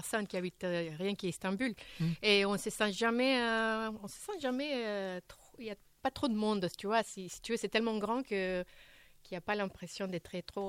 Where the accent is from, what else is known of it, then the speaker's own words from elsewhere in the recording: Honduras; Bon, moi, je viens de l'Honduras.